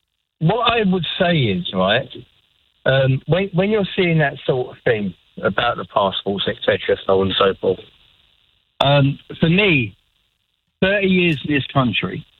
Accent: England, United Kingdom; moved away as an adult; now in Ireland; Well, as an Englishman, yeah, we have those two forms of ID, which is our driving licence. And it took me, and I kid you not, 29 years in this country, because I only did it last year.

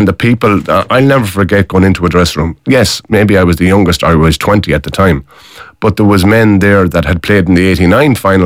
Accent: Mayo, Connacht, Ireland; I'm from Mayo for me sins.

